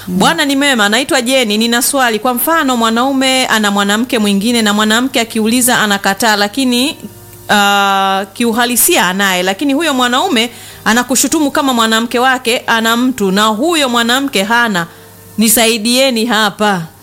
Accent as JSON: {"language": "Swahili", "region": "Tabora", "country": "Tanzania", "said": "ninatokea Tabora."}